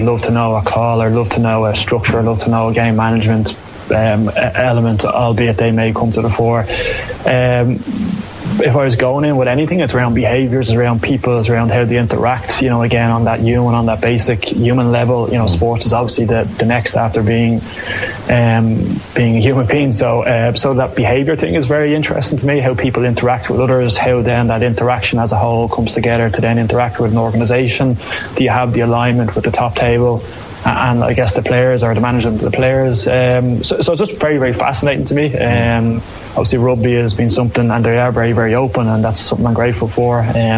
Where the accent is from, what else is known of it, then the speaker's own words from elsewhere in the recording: Dublin, County Dublin, Ireland; I grew up in Glasnevin, which so happens to have my own club, Nafin, in it